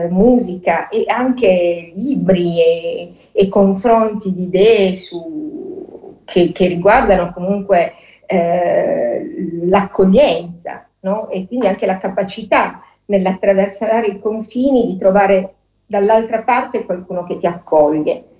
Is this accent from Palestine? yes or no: no; Berlin, Germany; now in Genoa, Italy; Io non sono genovese, io ho chiesto di lavorare al SUC a Genova, a Carla, ma io arrivo da Berlino.